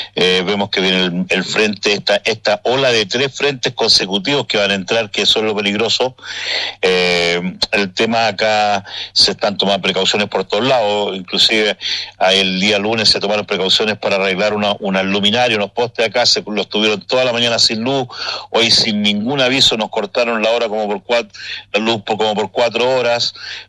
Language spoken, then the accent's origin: Spanish; Chile